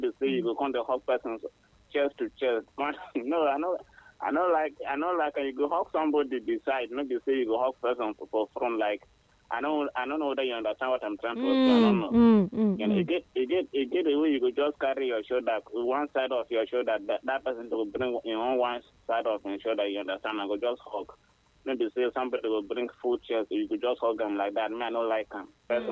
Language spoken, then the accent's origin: English; Nigeria; So, I grew up in Nigeria. Let me say, okay. I don't go America before. I don't go London